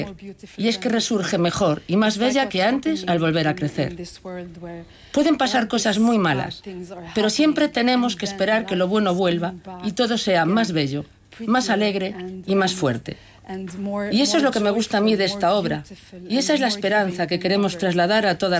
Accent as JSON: {"language": "Spanish", "country": "Lebanon", "said": "y puedo decir, justamente yo que vengo del Líbano, me siento más o menos como mi personaje en la obra. En el Líbano nos bombardean"}